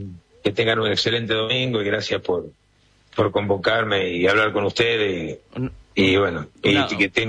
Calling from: Quito, Pichincha, Ecuador; Bueno, yo vivo en Quito, es decir, mi sitio es Quito, Lumbici, pero el equipo es en San

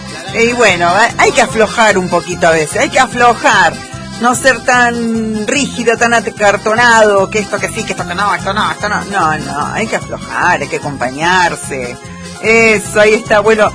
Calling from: Ñorquinco, Río Negro, Argentina; de Costa de Ñorquinco.

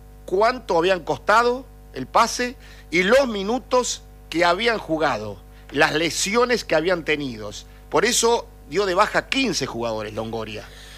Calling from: Catamarca, Argentina; Hola, buenas tardes … … de Catamarca.

